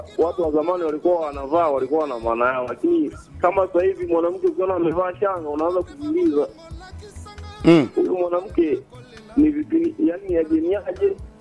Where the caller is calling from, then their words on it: Tanzania; natoka Mseke.